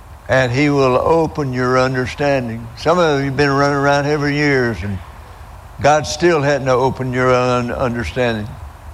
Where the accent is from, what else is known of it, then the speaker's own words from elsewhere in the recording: Alabama, United States; I'm from Alabama and proud of it.